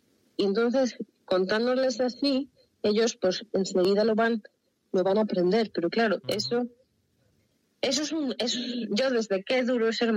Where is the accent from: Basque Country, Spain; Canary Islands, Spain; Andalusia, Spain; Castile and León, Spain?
Castile and León, Spain; Valladolid; yo siendo vallisoletana, pero vallisoletana de las Bordes, de pura raza